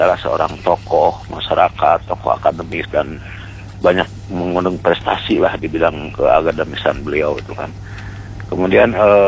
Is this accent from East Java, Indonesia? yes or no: no; Yogyakarta, Special Region of Yogyakarta, Indonesia; Karena saya masih ingat ketika orang tua saya dulu kan, itu saya dari Yogyakarta itu bisa ketangkap dengan hanya menggunakan antena sedikit.